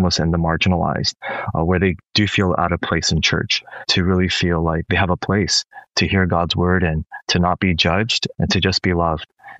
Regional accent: North York, Ontario, Canada; I was, you know, I'm from North York.

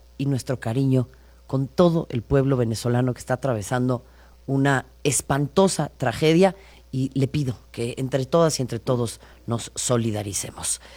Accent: Mexico; somos las mexicanas y los mexicanos

